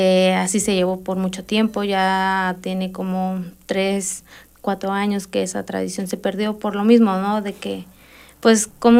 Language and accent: Spanish; Las Nieves, Mexico; todos los que somos ahí de Las Nieves